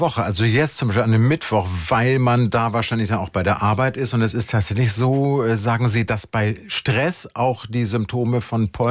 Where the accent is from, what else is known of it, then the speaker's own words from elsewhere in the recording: Lower Saxony, Germany; Da kann man ja als Niedersachse auch so ans Meer fahren, das hilft auch ein bisschen immer, ne?